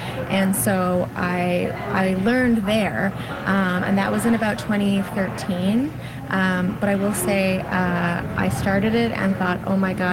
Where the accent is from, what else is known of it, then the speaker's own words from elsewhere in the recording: Newfoundland and Labrador, Canada; I actually went to school for apparel and costume cutting in Alberta. I am from Newfoundland.